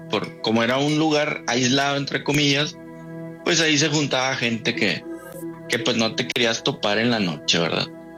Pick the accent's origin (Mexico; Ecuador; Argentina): Mexico; San Nicolás de los Garza, Nuevo León; now in Apodaca, Mexico